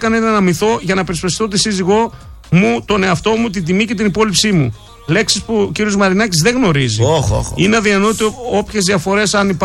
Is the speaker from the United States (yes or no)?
no; Greece; Γιατί εμείς σαν Έλληνες να πληρώνουμε 10 εκαμίτες